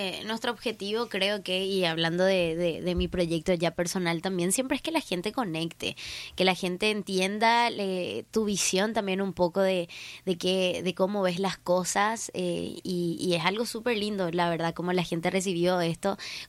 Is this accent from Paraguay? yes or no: yes; Paraguay; ese sentimiento que nos une a todos como paraguayos